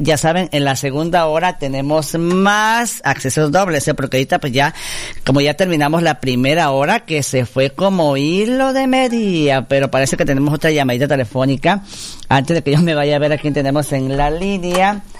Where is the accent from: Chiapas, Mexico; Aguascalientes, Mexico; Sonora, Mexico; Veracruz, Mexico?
Chiapas, Mexico; Tuxtla Gutiérrez; yo soy de Terán también.